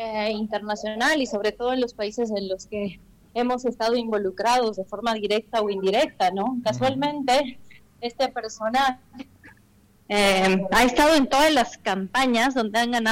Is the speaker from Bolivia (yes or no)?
yes; Bolivia; now in Mexico City, Mexico; yo estoy en México en este momento, yo estoy residiendo en México, pero soy boliviana.